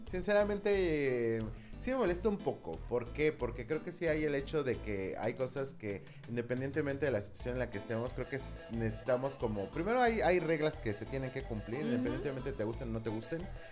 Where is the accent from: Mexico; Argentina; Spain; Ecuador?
Mexico